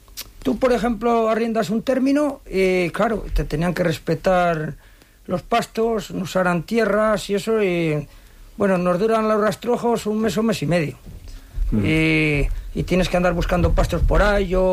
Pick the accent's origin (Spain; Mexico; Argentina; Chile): Spain; Matilla de los Caños, Castile and León; Soy de Matilla, de Los Caños